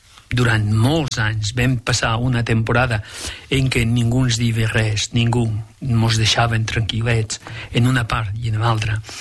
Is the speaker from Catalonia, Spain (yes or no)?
no; Tamarit de Llitera, Aragon, Spain; moved away; m'he criat en la Franja de Ponent i molt veí a casa vostra, perquè m'he criat a Tamarit